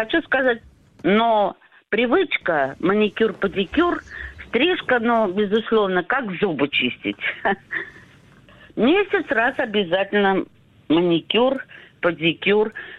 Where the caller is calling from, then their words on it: Voronezh, Voronezh Oblast, Russia; Я звоню из Воронежа.